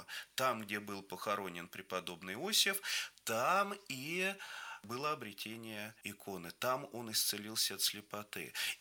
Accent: Vladimir Oblast, Russia; Я сам вырос во Владимирской области. Потом оказался в монастыре Сретения Владимирской иконы Божией Матери.

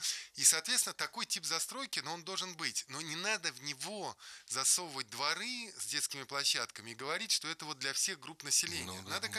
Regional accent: Russia; Потому что я россиянин, да, я хочу я жить тоже. В этой стране.

